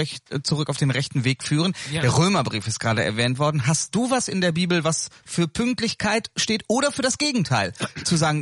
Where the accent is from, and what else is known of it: Germany